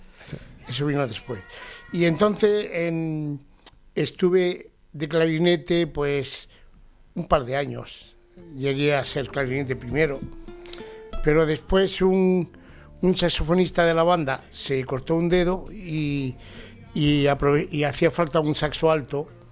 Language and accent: Spanish; Adra, Andalusia, Spain; also born or lived in Madrid; now in Barcelona, Spain; Yo soy de Adra, Almería.